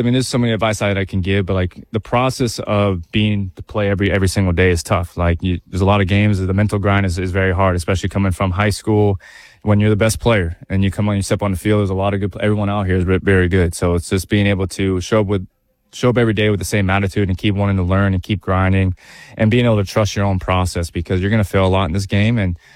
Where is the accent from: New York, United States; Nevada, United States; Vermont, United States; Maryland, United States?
Nevada, United States; Las Vegas; growing up in Vegas